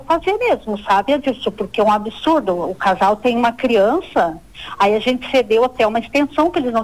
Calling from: Brazil; Eu sou do Guadalupe, do bairro Guadalupe

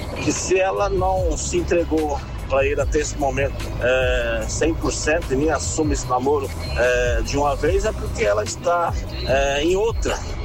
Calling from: Umuarama, Paraná, Brazil; Sou daqui da cidade de Umuarama.

